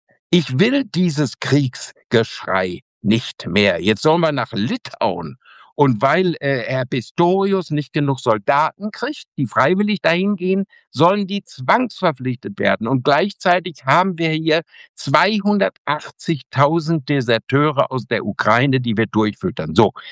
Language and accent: German; North Rhine-Westphalia, Germany; Donnerstag, der 8. Oktober bin ich in Bünde in Westfalen, in meiner Heimat Ostwestfalen in der Stadthalle.